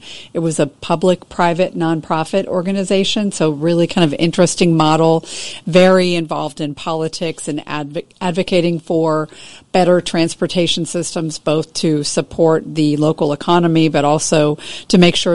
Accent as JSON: {"language": "English", "town": "Chicago", "region": "Illinois", "country": "United States", "tie": "born there", "said": "I was born in Chicago, Illinois, so I'm a Midwesterner."}